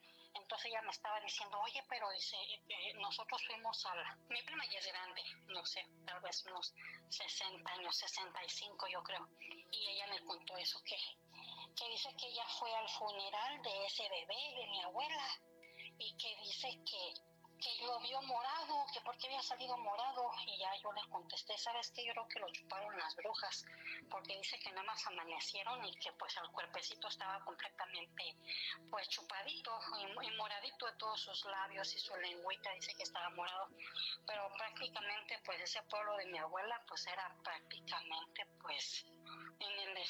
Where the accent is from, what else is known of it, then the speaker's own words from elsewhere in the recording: Mexico City, Mexico; Nosotros no, nosotros ya nos fuimos para la ciudad. Bueno, siempre vivimos en la ciudad, nacimos en el DF, pero mi mamá es de acá del estado de Querétaro.